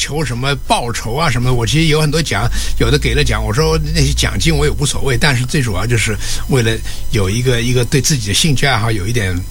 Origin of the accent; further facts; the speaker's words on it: Shanghai, China; born there; 我是因为我是在上海的河滨大楼出生的